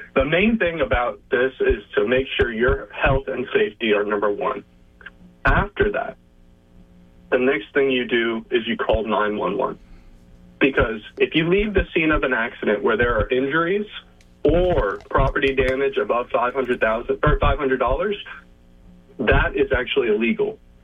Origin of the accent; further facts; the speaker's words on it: Stuart, Florida, United States; My parents worked very hard, and we grew up here in Stewart. I went to school here in Martin County for elementary school, middle school, and then in high school. You know, I know from a Hispanic background, an immigrant background